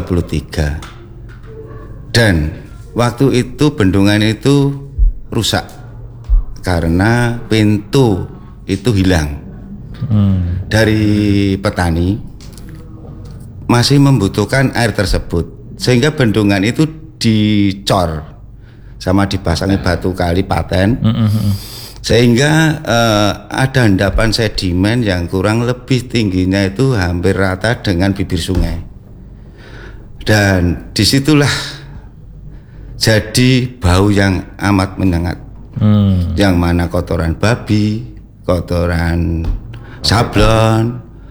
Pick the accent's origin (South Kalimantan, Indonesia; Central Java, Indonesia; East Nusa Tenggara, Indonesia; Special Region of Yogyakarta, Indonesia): Central Java, Indonesia; Surakarta; saya selaku warga Ngipang, Solo Utara yang paling ujung